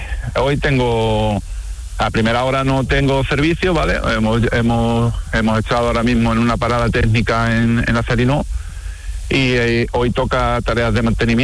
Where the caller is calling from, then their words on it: Tarifa, Andalusia, Spain; los compis que venimos de Tarifa todos los días